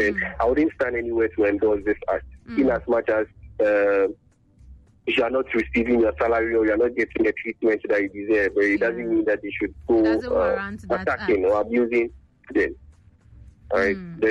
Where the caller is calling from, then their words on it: Accra, Greater Accra, Ghana; I'm calling from Accra.